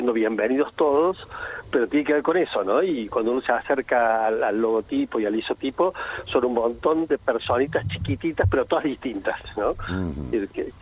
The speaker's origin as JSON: {"language": "Spanish", "country": "Argentina", "said": "esa parte saca lo mejor de nosotros como argentinos"}